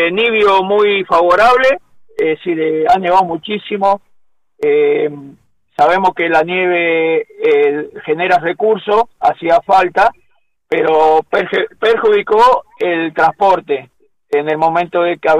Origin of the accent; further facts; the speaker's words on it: Mendoza, Argentina; yo soy oriundo de Mendoza